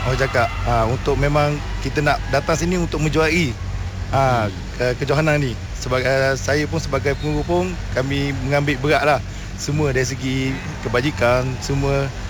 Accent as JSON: {"language": "Malay", "region": "Terengganu", "country": "Malaysia", "said": "Saya pun asal dari Terengganu."}